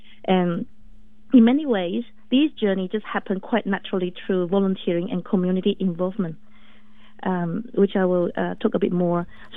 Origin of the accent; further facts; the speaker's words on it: Malaysia; moved away as an adult; also born or lived in West Malaysia / United Kingdom; now in Wyndham, Australia; Born and raised in Malaysia, thank you. On an island of Borneo, and completed my first degree in Masters of Physics, first degree and Masters in both in Physics in West Malaysia. Then I worked there as a lecturer before moving to the UK to pursue my PhD in Electrical Engineering and Electronics.